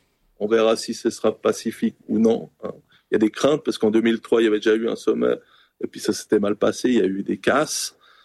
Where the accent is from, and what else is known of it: Geneva, Switzerland